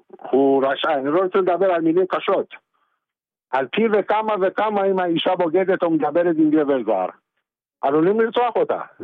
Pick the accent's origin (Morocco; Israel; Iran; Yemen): Iran; לא, תשמע, אני גדלתי בשכונה באיראן שהמוסלמים היינו שכנים והיינו אחים והיינו יותר ממה שאתה חושב